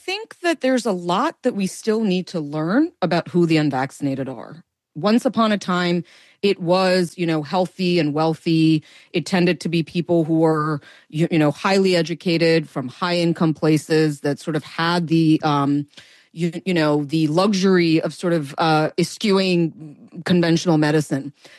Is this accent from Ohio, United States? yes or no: yes; Ohio, United States; I grew up in Ohio in a particular town that was the epicenter of the opioid outbreak in Ohio.